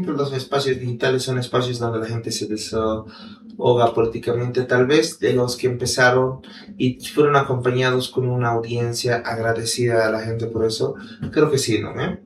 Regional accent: Cochabamba, Bolivia; now in La Paz, Bolivia; Un montón de cochalitas que nos vamos a ver porque aquí no soy eternamente, tengo que volver a pasar a mi tierra algún día.

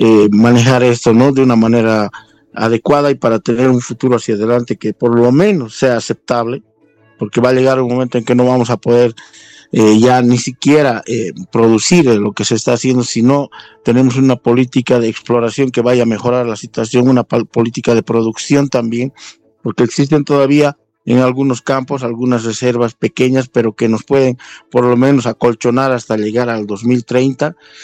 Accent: Bolivia

